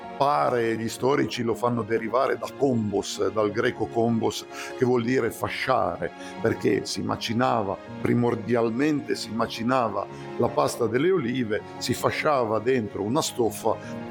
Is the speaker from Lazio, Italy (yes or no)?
no; Liguria, Italy